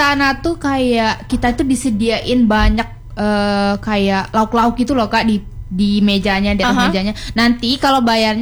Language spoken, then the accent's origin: Indonesian; Padang, West Sumatra, Indonesia; moved away as an adult; Aku asli Padang kak.